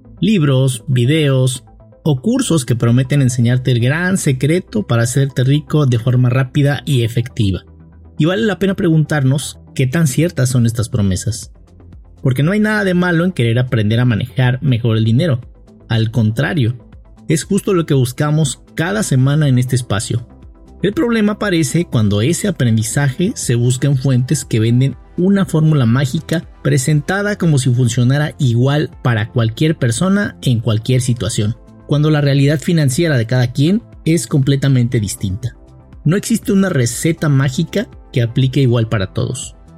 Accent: Mexico

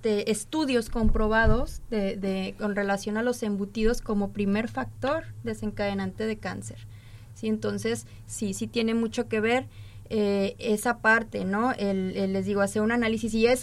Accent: Zacatecas, Mexico; moved away as an adult; now in Poza Rica, Mexico; Yo vengo de Zacatecas, una región totalmente distinta a Poza Rica, Veracruz, y me he dado la tarea en este mes y medio que tengo aquí

